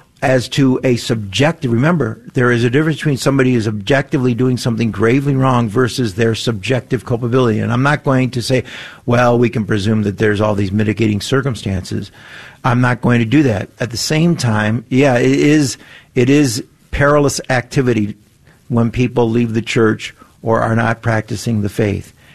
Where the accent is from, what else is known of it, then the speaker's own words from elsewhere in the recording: Detroit, Michigan, United States; I'm from Detroit.